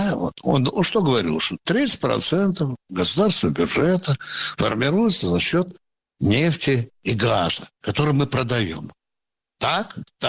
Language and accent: Russian; Moscow, Russia; Я еще москвичка, блин.